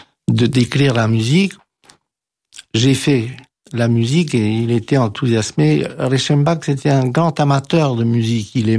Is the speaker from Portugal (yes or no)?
no; Romania; moved away; je suis roumain